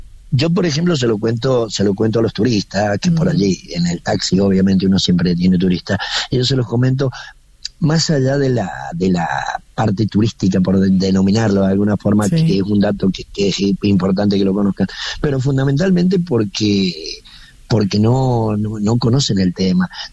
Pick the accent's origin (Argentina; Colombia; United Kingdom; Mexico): Argentina; Uspallata, Mendoza; En Uspallata, que es mi pueblo natal, una FM chiquita.